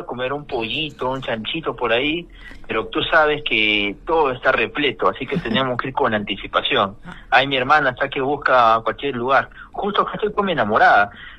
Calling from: Lima, Peru; yo vengo de ATE.

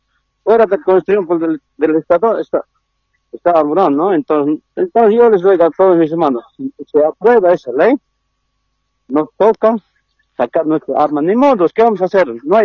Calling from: Cochabamba, Bolivia; yo soy llamando aquí del Trópico, Central Independiente

